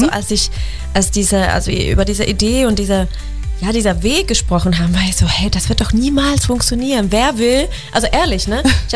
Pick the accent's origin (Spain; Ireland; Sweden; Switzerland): Sweden; German is a second language; moved away as an adult; also born or lived in Vienna / Stockholm; now in Germany; Ich bin in Schweden geboren, aufgewachsen, habe meine ganze Kindheit dafür braucht, außer 2 Jahre in Wien.